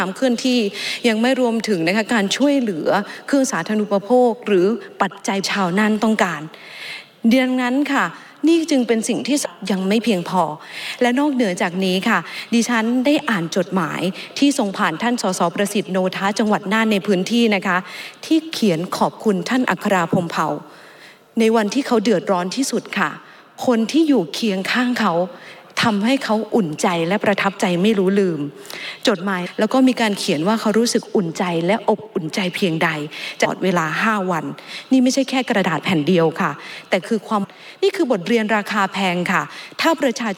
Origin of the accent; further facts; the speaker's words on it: Isan, Thailand; ดิฉันค่ะเป็นลูกอีสาน